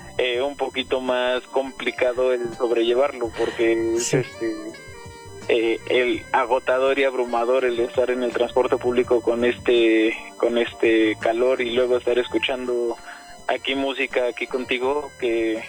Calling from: Mexico City, Mexico; De acá, de la Ciudad de México.

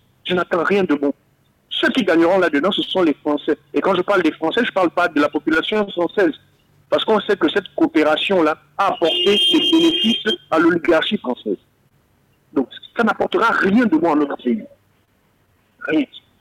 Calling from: Gabon; moi en tant que Gabonais

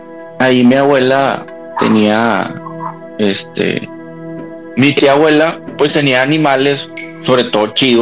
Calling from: San Nicolás de los Garza, Nuevo León, Mexico

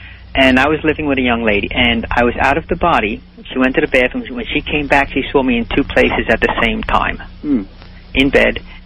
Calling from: New York, United States; And I am from New York

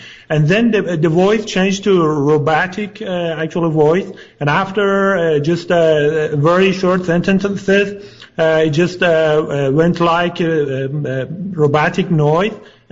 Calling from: Los Angeles, California, United States; Actually, I'm in Los Angeles.

